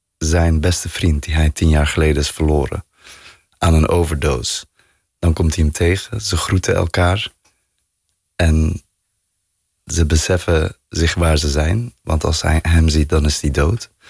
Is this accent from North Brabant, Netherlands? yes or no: yes; Bergen op Zoom, North Brabant, Netherlands; moved away; Maar ik heb een hele diepe liefde voor Bergen op Zoom. De plek waar ik ben opgegroeid.